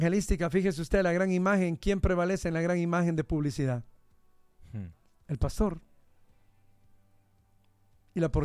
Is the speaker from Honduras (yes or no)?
yes; Honduras